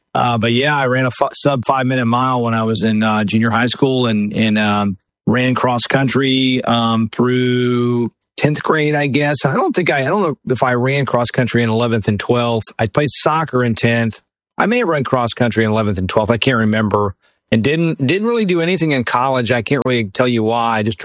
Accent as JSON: {"language": "English", "town": "Jacksonville", "region": "Florida", "country": "United States", "tie": "born or raised there", "also_born_or_lived": "Atlanta / Merritt Island / Vero Beach", "said": "Born in Atlanta. My dad was in seminary up at Emory. And then we traveled, live in Merritt Island, Florida, Vero Beach, Florida, then Jacksonville, Florida, and put roots down really in Jacksonville"}